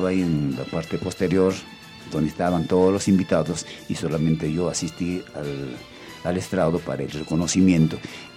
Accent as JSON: {"language": "Spanish", "town": "La Oroya", "region": "Junín", "country": "Peru", "tie": "born there", "moved": "yes", "lives_now": "Huancayo, Peru", "said": "He pasado parte de mi juventud en La Oroya. Le debo mucho a La Oroya."}